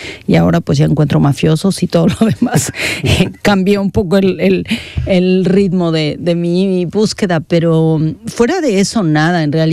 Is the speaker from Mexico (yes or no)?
yes; Mexico; yo tengo todos estos recuerdos de mi niñez en México